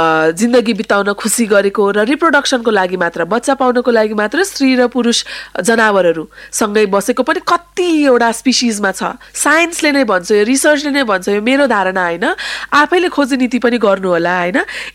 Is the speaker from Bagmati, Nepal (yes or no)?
yes; Kathmandu, Bagmati, Nepal; म एउटा काठमाडौँको मुटुमा जन्मेर हुर्केको, एउटा हिन्दूबाट बौद्ध धर्ममा परिणत भएको परिवारमा हुर्केको